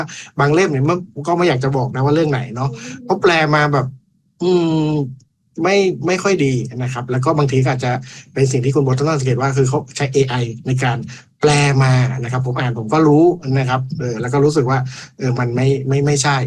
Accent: Lampang, Thailand; ผมเข้าใจภาษาอื่นด้วยนะผมเป็นคนเหนือนะครับผมเป็นคนลำปางนะครับ

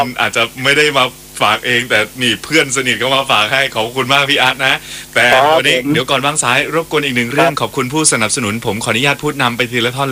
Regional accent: Southern Thailand, Thailand; แล้วผมก็เป็นคนใต้ด้วย

